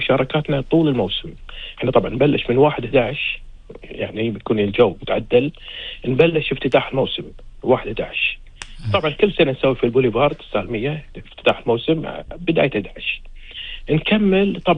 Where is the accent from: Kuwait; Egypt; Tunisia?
Kuwait; حق ديرتنا الحبيب الكويت